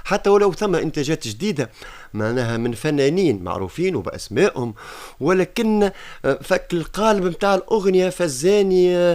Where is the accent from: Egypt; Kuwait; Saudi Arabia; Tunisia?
Tunisia; El Kef, Kef Governorate; نحن الكافية